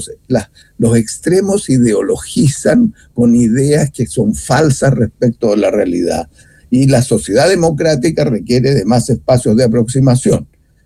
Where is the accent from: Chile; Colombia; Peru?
Chile; me preocupa como chileno